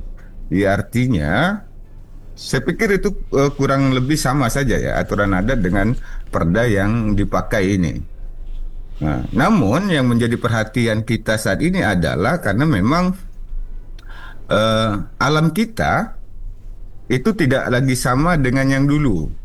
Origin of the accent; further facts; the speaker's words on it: Pontianak, West Kalimantan, Indonesia; saya juga kelahiran Pontianak ya, besar di Pontianak juga.